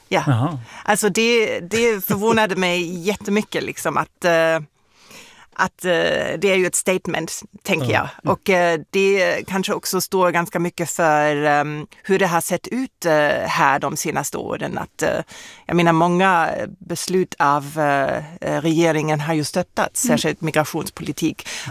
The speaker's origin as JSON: {"language": "Swedish", "country": "Germany", "second_language": "Swedish", "said": "Det var jätte konstigt som tysk att gå där."}